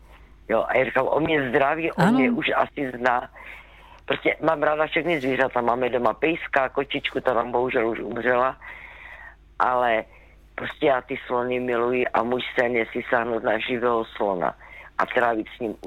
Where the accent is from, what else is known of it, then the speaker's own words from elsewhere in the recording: Zlín Region, Czechia; moje nejkrásnější a nejlepší dovolená je, když se vracím do svého rodného kraje, to je Valachy.